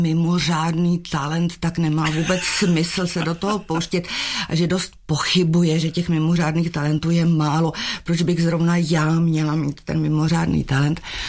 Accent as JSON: {"language": "Czech", "region": "Prague", "country": "Czechia", "tie": "born or raised there", "said": "Já jsem se narodila v Praze a strávila jsem velkou část dětství na Malé Straně."}